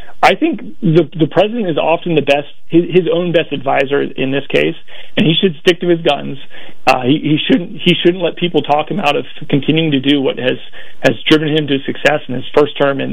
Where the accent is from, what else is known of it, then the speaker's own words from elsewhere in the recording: United States; That's offensive to me as a conservative, as an American, and I think it's bad policy.